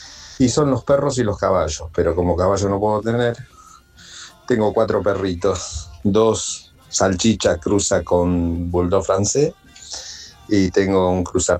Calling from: William C. Morris, Buenos Aires, Argentina; soy de Burlingame, William Morris

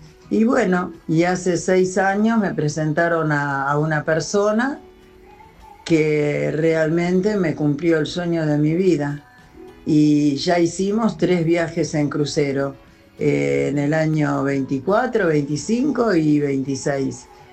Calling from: Lanús, Buenos Aires Province, Argentina; de Lanús.

